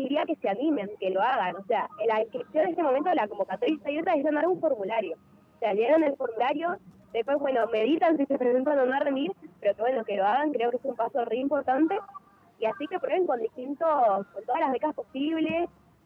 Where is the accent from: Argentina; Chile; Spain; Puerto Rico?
Argentina; como sociedad argentina, como juventud argentina